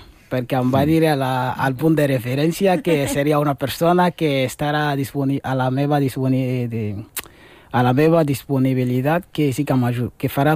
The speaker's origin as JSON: {"language": "Catalan", "country": "Algeria", "lives_now": "Spain", "said": "Vaig arribar a Catalunya, d'Algèria, fins a Palma de Mallorca, i Palma de Mallorca a Barcelona."}